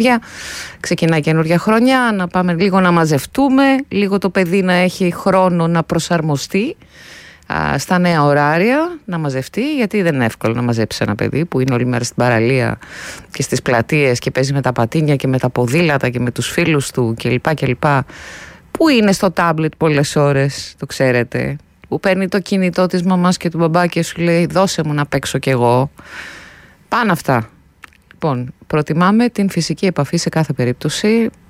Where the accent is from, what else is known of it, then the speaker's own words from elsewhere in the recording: Northern Greece, Greece; now in Athens, Greece; Ότι θα φύγω κάποια στιγμή να πάω στα Βόρεια, να πάω κι εγώ στην πατρίδα μου.